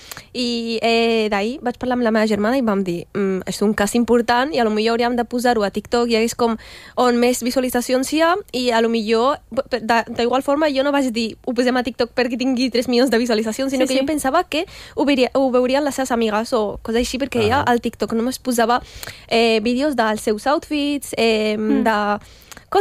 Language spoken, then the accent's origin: Catalan; L'Hospitalet de Llobregat, Catalonia, Spain; born there; jo he nascut a l'Hospitalet del Llobregat, soc catalana i ja està.